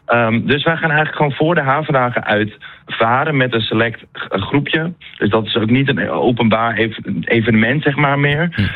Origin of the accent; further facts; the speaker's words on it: North Holland, Netherlands; als ik kom zelf uit Noord-Holland, uit een dorp.